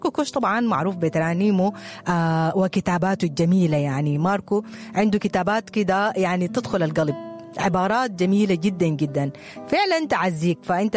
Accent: Sudan; الموسيقى اللي دايما فعلا بتشبهنا إحنا كسودانيين، طبول وحيوية كده

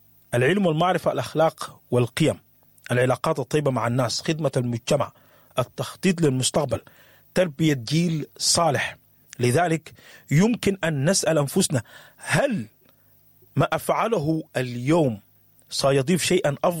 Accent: Sudan; احنا زرعنا شنو كسودانيين؟ أنا وإنت كسوداني زرعنا شنو في بلدنا؟

